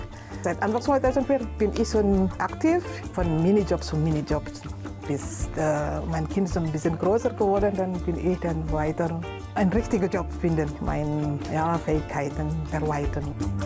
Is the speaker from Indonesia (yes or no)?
yes; Dasilalai, Indonesia; German is a second language; moved away as an adult; now in Chemnitz, Germany; Ich bin in Dasilalai geboren. Ich komme ursprünglich aus Indonesien. Ich bin seit 2004 in Kemetli.